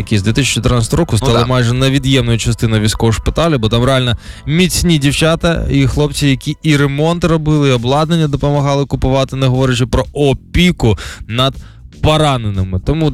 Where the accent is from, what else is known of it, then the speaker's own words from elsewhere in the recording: Poltava, Poltava Oblast, Ukraine; як полтавець підтверджує.